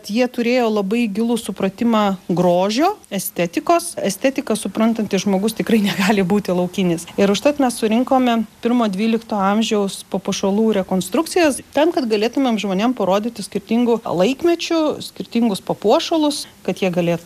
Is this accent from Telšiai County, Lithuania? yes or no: no; Klaipėda, Klaipėda County, Lithuania; Ne, aš iš Klaipėdos.